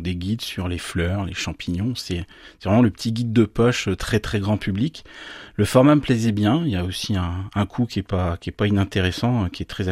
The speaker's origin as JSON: {"language": "French", "region": "Brittany", "country": "France", "tie": "born or raised there", "said": "Moi, je suis natif du pays de Saint-Brieuc. J'ai toujours vécu en bord de mer."}